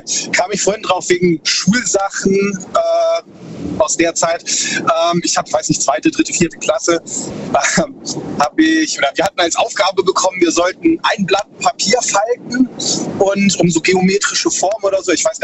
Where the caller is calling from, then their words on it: Baden-Württemberg, Germany; Ich bin aus zwischen Heidelberg und Karlsruhe.